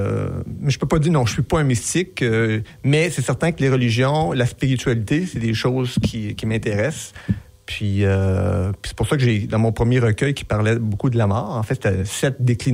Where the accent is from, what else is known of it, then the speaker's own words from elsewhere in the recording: Montreal, Quebec, Canada; moved away as an adult; also born or lived in Abitibi / South America; now in Longueuil, Canada; Je suis né à Hochelaga-Maisonneuve. J'ai passé les 23 premières années de ma vie. Ensuite, je suis parti en Abitibi là, pour travailler dans les mines, tout ça. Après ça, en Amérique du Sud, mais quand je suis revenu d'Amérique du Sud, on a déménagé à Longueuil, oui.